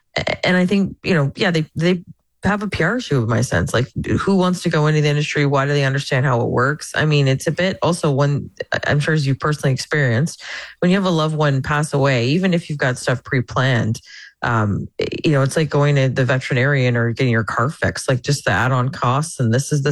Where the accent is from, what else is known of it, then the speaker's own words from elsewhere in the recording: Amherstburg, Ontario, Canada; moved away as an adult; I still feel like I'm a girl from Southern Ontario, like an Amherstburg girl. I haven't lived there since I was 18, but I visit there.